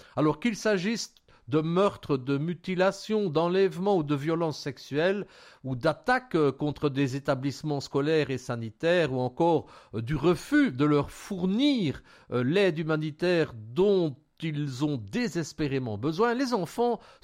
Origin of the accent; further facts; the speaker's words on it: Belgium; chez nous en Belgique